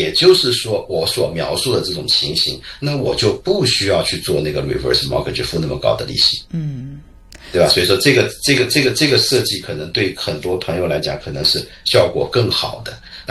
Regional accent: China; 我觉得有一个叫我们中国人的一个 index 是什么？

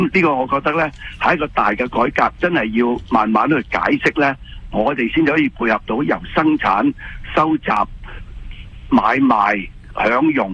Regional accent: Canada; 我哋加拿大人

